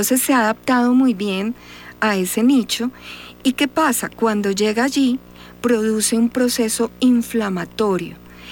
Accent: Colombia

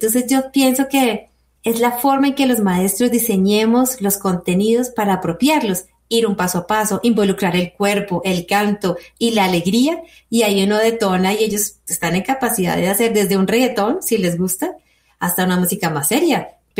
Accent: Colombia; es súper bonito de ver cómo hay una identidad como colombianos en los repertorios

